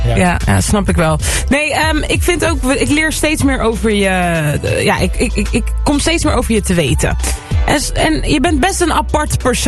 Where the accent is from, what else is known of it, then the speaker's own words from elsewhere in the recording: Amsterdam, North Holland, Netherlands; Ik kom ook uit Amsterdam.